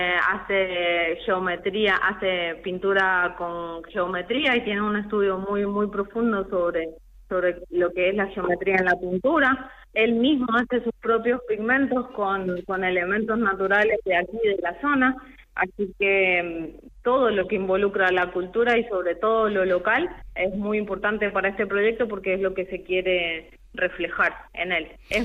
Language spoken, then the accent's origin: Spanish; Argentina; now in Galicia, Spain; venimos de Argentina